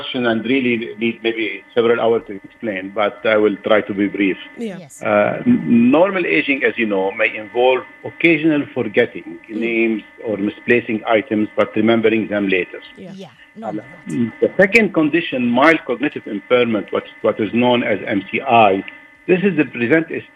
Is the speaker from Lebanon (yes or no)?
yes; Lebanon; also born or lived in Arizona, United States; now in Kuwait; Well, I'm from Lebanon.